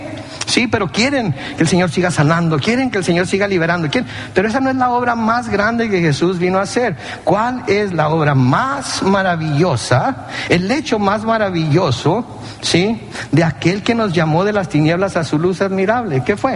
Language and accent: Spanish; Mexico; la mayoría de nosotros creo que somos mexicanos